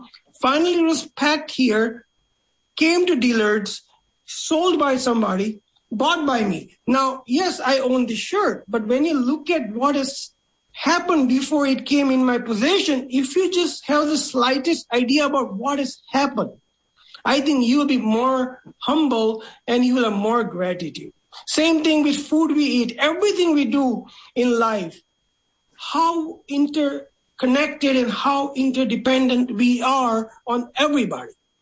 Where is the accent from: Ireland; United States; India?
India; English is a second language; But primarily, when we are growing up in India, every time we did the prayers, there are two prominent prayers that we did it most of the time.